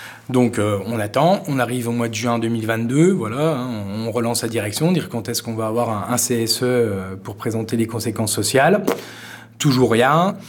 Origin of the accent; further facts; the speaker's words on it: Vittel, Grand Est, France; born there; Moi, je suis né à Vittel. Je suis né en 76, je suis un des derniers nés à Vittel, parce qu'après la maternité a fermé.